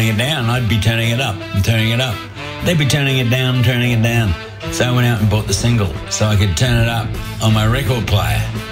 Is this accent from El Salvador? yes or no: no; Perth, Western Australia, Australia; I remember way back when I was just a kid growing up in Perth and hearing that song on the radio and turning it up.